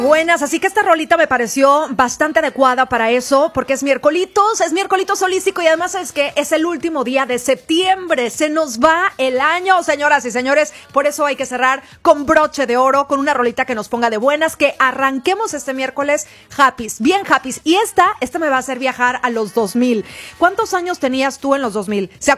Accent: Mazatlán, Sinaloa, Mexico; los que somos de Mazatlán o que somos acá de Sinaloa

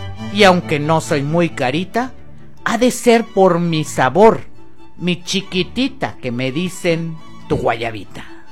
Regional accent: Mexico; Lo que somos hasta, los mexicanos

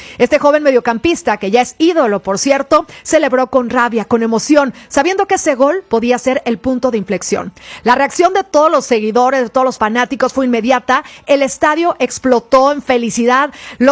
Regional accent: Mexico; echarle buena vibra como buenos mexicanos y apoyar a nuestra selección

